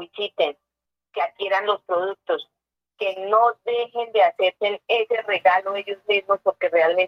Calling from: San Bernardo, Colombia; Desde San Bernardo, profesor

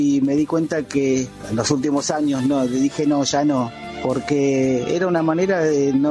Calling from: San Justo, Buenos Aires Province, Argentina; de San Justo.

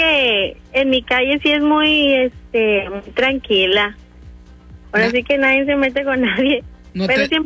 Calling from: Altamira, Tamaulipas, Mexico; Soy de acá de Altamira, de Valle Esmeralda.

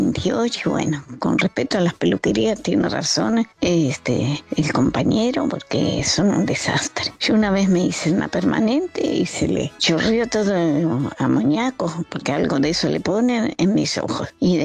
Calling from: Bella Vista, Buenos Aires Province, Argentina; de Bellavista

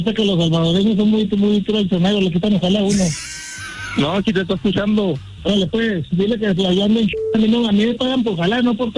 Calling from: Mexico

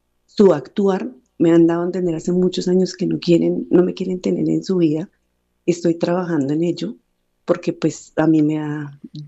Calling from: Bogotá, Colombia

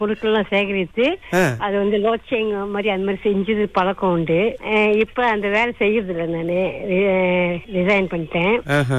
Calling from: Perak, Malaysia; பேராக்குமாரிலிருந்து அழைக்கிறேன்.

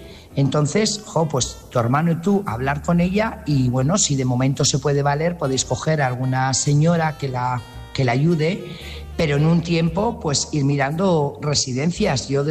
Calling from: Burgos, Castile and León, Spain; corresponsal de Burgos.

